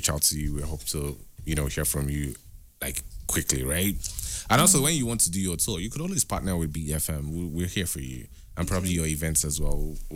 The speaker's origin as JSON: {"language": "English", "region": "Lagos", "country": "Nigeria", "tie": "born or raised there", "moved": "as an adult", "lives_now": "Port Harcourt, Nigeria", "said": "Oh, I grew up in Lagos. So I schooled at Lagos State Polytechnic."}